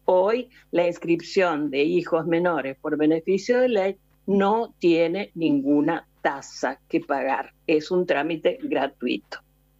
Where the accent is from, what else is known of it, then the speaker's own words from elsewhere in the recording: Argentina; así como lo hacemos en Argentina, siendo ciudadanos argentinos, tenemos que hacerlo también en Italia